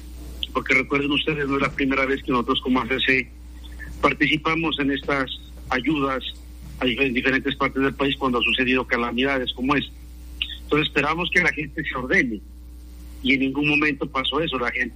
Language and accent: Spanish; Pasto, Nariño, Colombia; nuestro pueblo pastuso